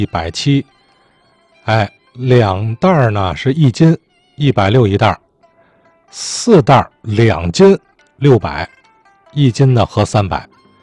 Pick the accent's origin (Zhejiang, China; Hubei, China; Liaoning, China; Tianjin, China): Tianjin, China; 一个是因为我们作为天津人有一种从小养成的口味习惯啊